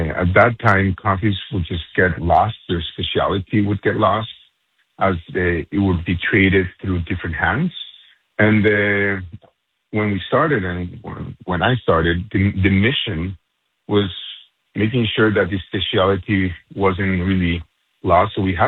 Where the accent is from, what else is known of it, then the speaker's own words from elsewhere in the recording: Medellin, Antioquia, Colombia; also born or lived in United States; Well, I'm Colombian, as you just stated. I'm from Medellin.